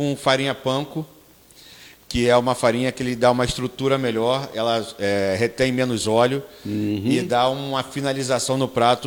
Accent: Rio de Janeiro, Brazil; Eu sou do Rio.

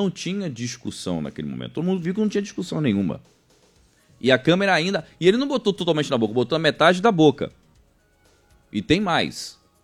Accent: Brazil

